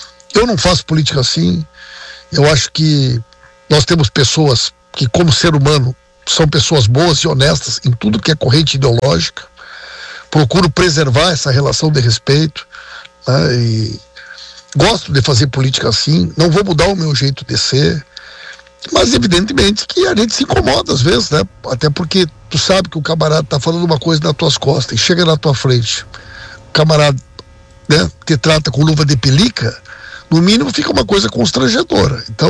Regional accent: Rio Grande do Sul, Brazil; nós somos gaúchos, né?

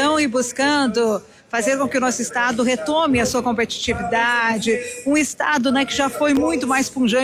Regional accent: Garibaldi, Rio Grande do Sul, Brazil; porque eu sou de Garibaldi, mas é a região, né?

